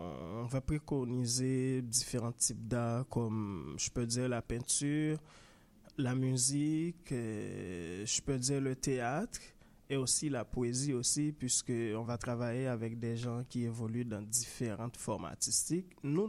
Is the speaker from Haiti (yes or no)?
yes; Haiti; puisque moi, en Haïti, je travaillais plus, je viens d'Haïti, en fait.